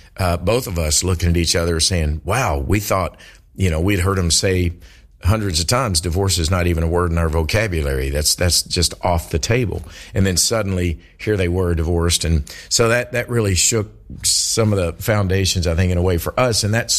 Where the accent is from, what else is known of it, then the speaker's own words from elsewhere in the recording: Kentucky, United States; I am from Kentucky.